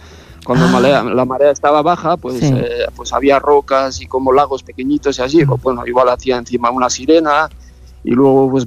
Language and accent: Spanish; Azpeitia, Basque Country, Spain; yo como soy del País Vasco, de Guipúzcoa, sí. Azpeitia, pues yo conozco bastante las playas de alrededor